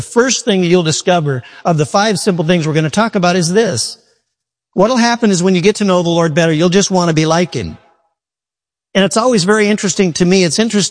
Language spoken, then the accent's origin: English; Midwest, United States; I mean, the lightning was something I've never seen. And I'm from the Midwest.